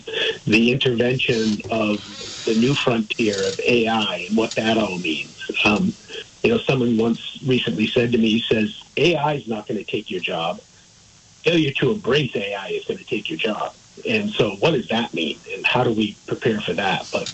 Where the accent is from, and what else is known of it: East Montpelier, Vermont, United States; born or raised there